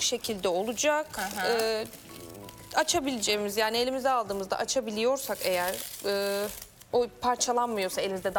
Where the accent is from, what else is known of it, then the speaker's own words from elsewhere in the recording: Adana, Turkey; artık bizim Adana'da da çok koymuyor.